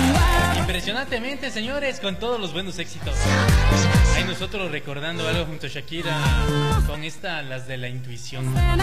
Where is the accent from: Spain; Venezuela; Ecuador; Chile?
Ecuador; así como nosotros como ecuatorianos listos para lo que será esta nueva era de la selección ecuatoriana de fútbol